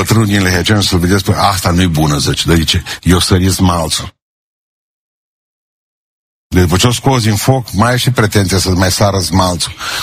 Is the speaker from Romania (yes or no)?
yes; Romania; Suntem vinovați și că suntem români